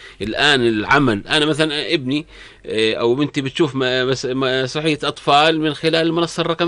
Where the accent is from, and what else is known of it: Jordan